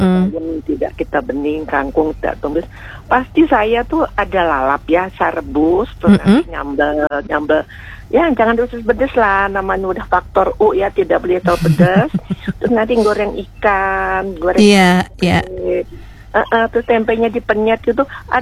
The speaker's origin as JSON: {"language": "Indonesian", "town": "Bogor", "region": "West Java", "country": "Indonesia", "tie": "born or raised there", "said": "Walaupun ibu orang Jawa ya, orang Jawa Timur, tapi karena dari kecil di Bogor, jadi ya udahlah ke Sunda-Sundaan gitulah."}